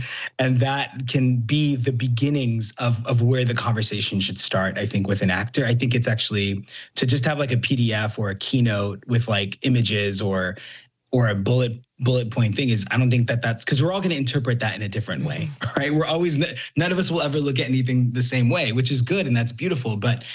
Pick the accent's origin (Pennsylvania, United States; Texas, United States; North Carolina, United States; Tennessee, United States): Texas, United States; Houston; I think growing up in Houston, something that I saw was a lot of people would be religious